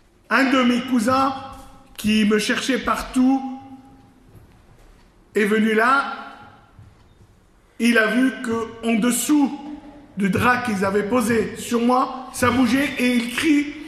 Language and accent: French; Lebanon; born or raised there